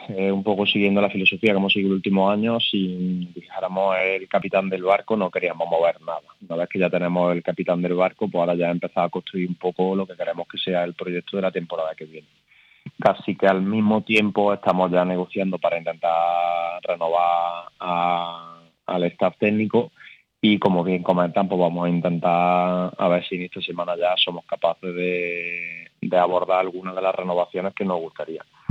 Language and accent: Spanish; Andalusia, Spain; a nosotros como andaluces